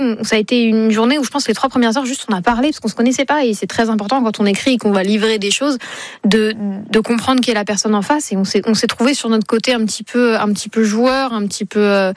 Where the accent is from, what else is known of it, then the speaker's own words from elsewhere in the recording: Paris, Île-de-France, France; born there; Et j'ai le droit parce que je suis née à Paris